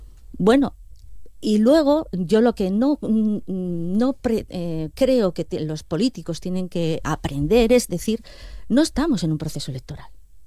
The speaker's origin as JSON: {"language": "Spanish", "country": "Spain", "said": "yo también soy española"}